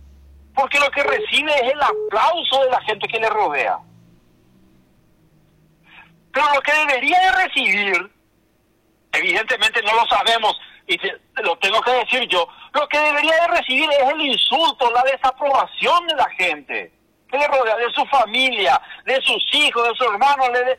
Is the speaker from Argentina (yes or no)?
no; Paraguay